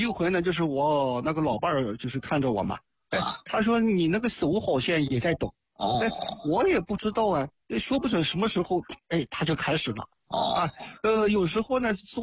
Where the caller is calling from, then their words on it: Jiangsu, China; 我呢是江苏这边的，